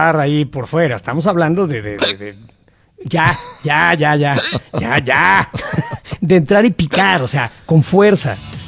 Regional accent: Mexico City, Mexico; Coyoacán, el sur de la ciudad, el Pedregal, de donde soy, tiene un olor característico

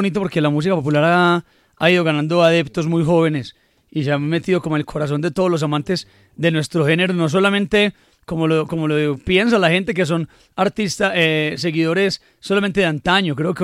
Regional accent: Cisneros, Antioquia, Colombia; also born or lived in Bello, Colombia; Sí, yo nací en Bello y para acabar de gustar fui y me crié en Cisneros.

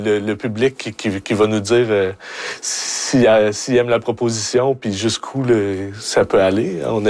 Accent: Quebec City, Quebec, Canada; et moi aussi que j'ai grandi à Québec, à Beauport plus précisément.

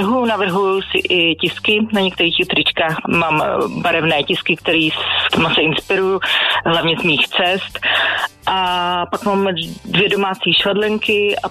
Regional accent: Prague, Czechia; Já jsem z Prahy, Modřan konkrétně.

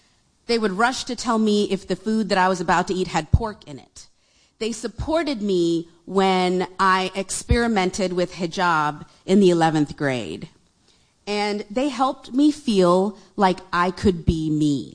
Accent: India; And I would often respond, "Oh, I'm originally from India," because I knew that's the information they were curious about.

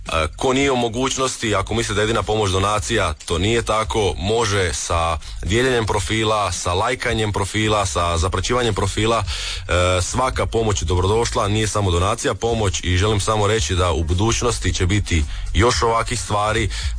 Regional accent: Josipovac, Osijek-Baranja County, Croatia; Čim izađem iz svoje kuće, ja sam inače iz Josipovca, trčim malo u početak Retvale

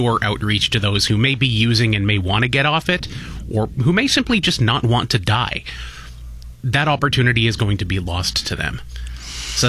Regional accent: Windsor, Ontario, Canada; now in St. Catharines, Canada; preface this by saying I've grown up my entire life in this kind of part of southwestern Ontario. I come from Windsor. I moved up here to St. Catharines. I've lived basically all of my life in automotive towns in this part of the world.

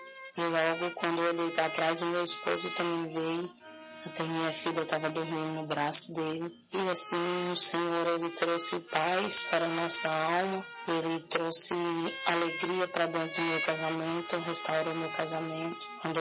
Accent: Araguapaz, Goiás, Brazil; sou da cidade de Aragapaz, interior de Goiás.

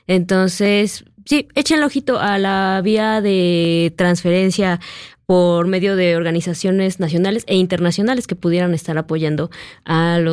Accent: Mexico; Nosotros como mexicanos

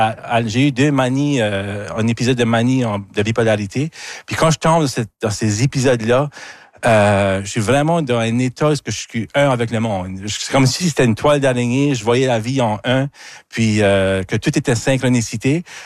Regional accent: Acadia, Canada; je viens de l'Acadie

